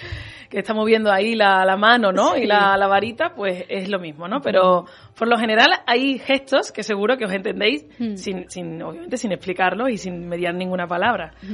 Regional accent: La Puebla del Río, Andalusia, Spain; Yo soy de la Puebla del Río y empecé en el conservatorio de Coria del Río, pues el que estaba más cerca de casa.

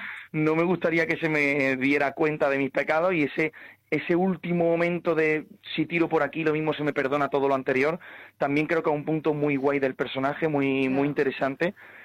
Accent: Andalusia, Spain; Y como actor español, ¿no?, como actor andaluz, pues siempre me ha llamado la atención pues estos grandes clásicos.

